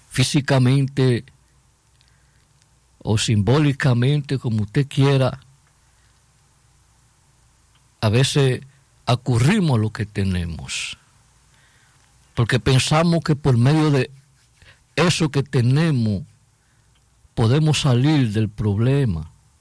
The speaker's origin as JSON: {"language": "Spanish", "country": "Dominican Republic"}